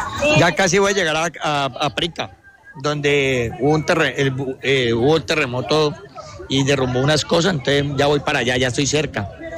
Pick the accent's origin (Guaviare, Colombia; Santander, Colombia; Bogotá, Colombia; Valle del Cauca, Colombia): Valle del Cauca, Colombia; Cali; nosotros caleños somos demasiado unidos.